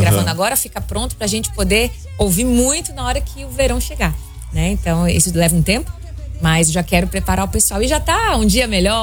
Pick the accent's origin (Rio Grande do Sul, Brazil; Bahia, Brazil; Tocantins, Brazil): Bahia, Brazil; eu fui criada na Bahia